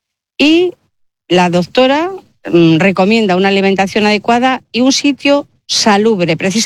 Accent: Bilbao, Basque Country, Spain; Yo soy una mujer de Bilbao, 68 años, tengo un piso en propiedad en Basauri, pero lo alquilé y me hicieron inquiocupación.

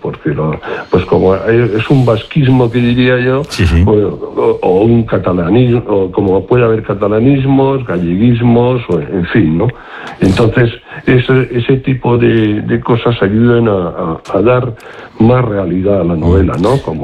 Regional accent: Basque Country, Spain

